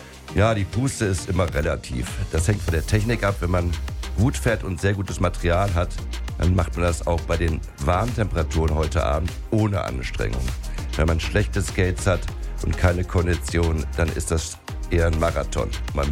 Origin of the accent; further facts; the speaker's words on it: Münster, North Rhine-Westphalia, Germany; born there; now in Düsseldorf, Germany; Ich habe schon als kleines Kind in Münster von Titus die ersten Rollschuhe gekauft